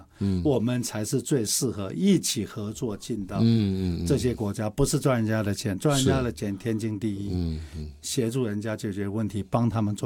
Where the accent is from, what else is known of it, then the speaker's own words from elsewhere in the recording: Taiwan; 而且我们台湾人常常忘记了我们自己的优势在哪里，